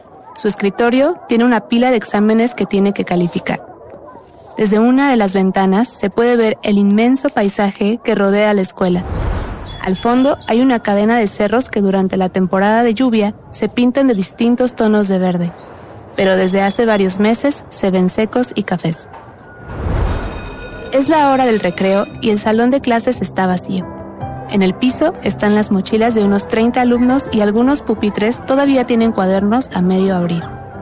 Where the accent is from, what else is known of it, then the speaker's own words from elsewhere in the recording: Oaxaca, Mexico; productora de podcast. Crecí en Oaxaca, en el sur de México